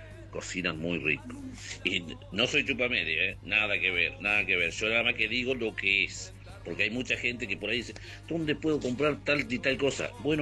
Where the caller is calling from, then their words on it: General Belgrano, Buenos Aires Province, Argentina; Un saludo desde acá, de General Belgrano. Acá estamos recién llegados al rancho